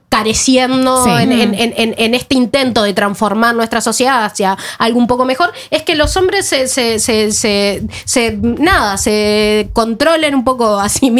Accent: Uruguay; now in Norway; como latinoamericana siento que, y como uruguaya, siento que esta conversación en Uruguay era mucho más habitual, y que cuando llegué acá a Noruega eso no era así

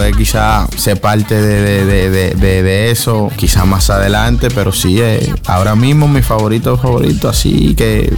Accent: San Cristóbal, Dominican Republic; nosotros quizás que vivimos allá es normal, pero para un turista de cualquier país del mundo es algo que se lo disfrutan quizás tan mejor que nosotros mismos que somos de República

